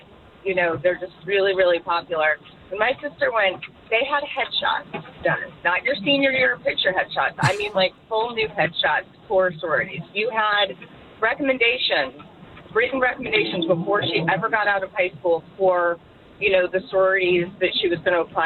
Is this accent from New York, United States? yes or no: no; Houston, Texas, United States; So I grew up in Houston, and I did not go to a school in the South that had sororities, but my sister did.